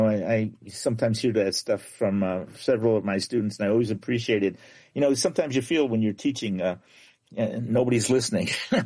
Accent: Chicago, Illinois, United States; I grew up in the 14th ward. I grew up in Eddie's ward. And I lived in the 13th ward, Madigan's ward, for a while.

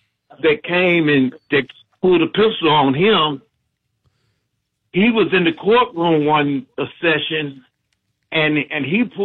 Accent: Cleveland, Ohio, United States; now in Painesville, United States; I'm from Cleveland.

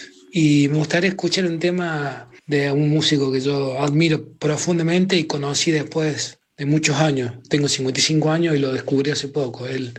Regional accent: Córdoba, Argentina

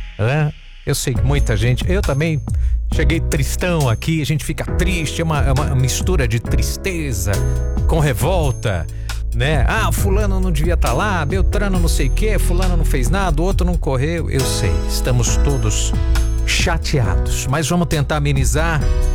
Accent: Brazil; a gente é brasileiro

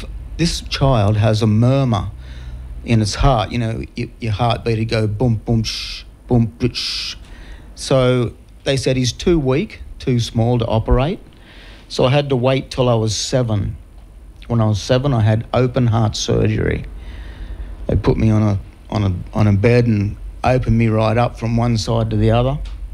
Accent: Goulburn, New South Wales, Australia; moved away as an adult; Well, I'm an old codger. I grew up in Goulburn, born in Goulburn, moved away and come back three times.

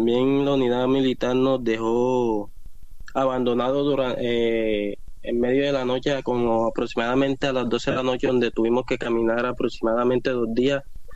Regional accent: María La Baja, Bolívar, Colombia; De María La Baja, Bolívar.

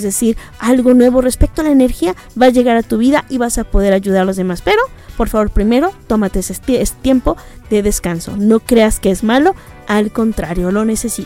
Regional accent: Guadalajara, Jalisco, Mexico; Soy tapatía

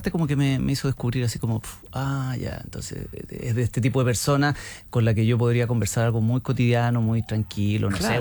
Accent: Antofagasta, Chile; now in Santiago, Chile; la traje, digamos, vino a Santiago, yo soy de Antofagasta.

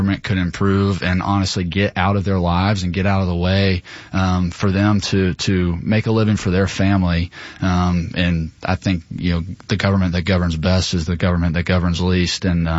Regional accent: Milton, United States; So grew up right here in our state house district. So I grew up in Milton, went to Milton High School. My wife and I both did.

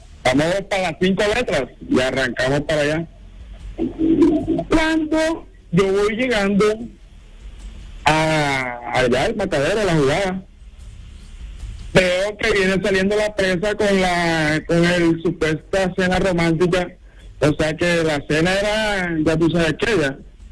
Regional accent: Bolívar, Colombia; now in Valle del Cauca, Colombia; O sea, yo vivo acá en el Valle, pero yo soy costeño. Pero en la región momposina.

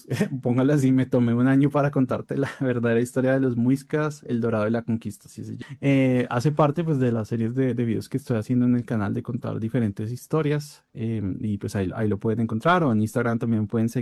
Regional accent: Bogotá, Colombia; O sea, yo pues soy bogotano y caminaba por las calles

